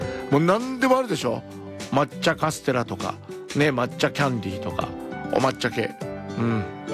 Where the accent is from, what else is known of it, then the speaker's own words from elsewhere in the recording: Shizuoka, Japan; 私も静岡出身ですからね